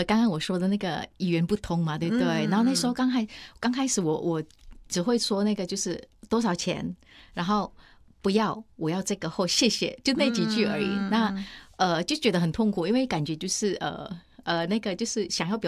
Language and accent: Chinese; Indonesia; Chinese is a second language; now in Taiwan; 因为我们印尼人就是很重口味，然后很喜欢吃辣，基本上所有每一餐都几乎需要辣椒或辣椒酱来搭配